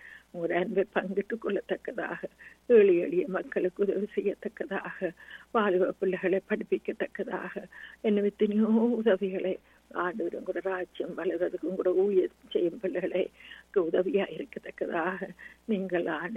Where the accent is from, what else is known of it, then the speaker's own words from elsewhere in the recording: Sri Lanka; moved away; நாங்கள் பிறந்து வளர்ந்த எங்கள் தீவுக்காக